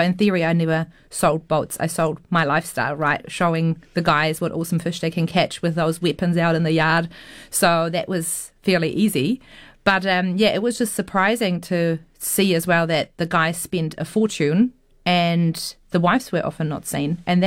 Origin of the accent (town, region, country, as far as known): Germany; moved away as an adult; now in New Zealand